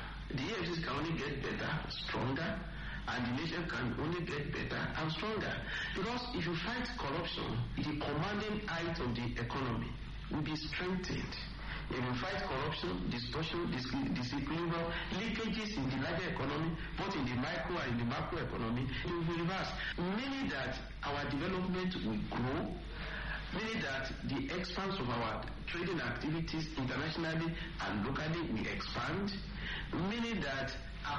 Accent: Nigeria

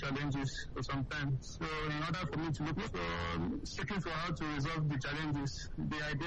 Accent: Kogi, Nigeria; from Kogi State.

